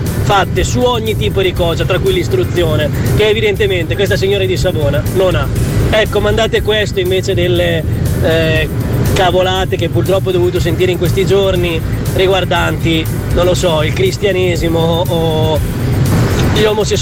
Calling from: San Marino; sono di San Marino e sono in vacanza in Sicilia.

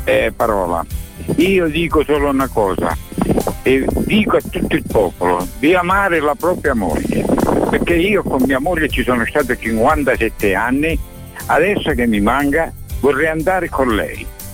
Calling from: Gela, Sicily, Italy; sono da Gela.

